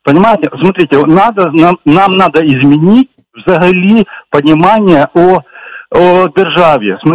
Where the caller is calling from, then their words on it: Kyiv, Ukraine; Я з Києва.